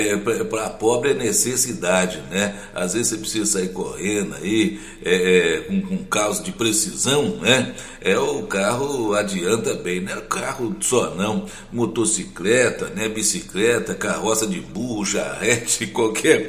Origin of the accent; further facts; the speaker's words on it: Brazil; Eu sou brasileiro, né? Brasileiro torce para o Brasil.